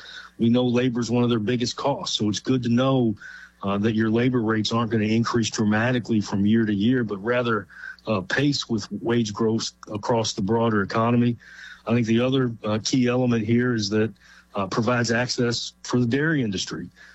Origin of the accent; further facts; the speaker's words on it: Kentucky, United States; Well, you may tell by my accent that I'm not from the West Coast. I'm originally from Kentucky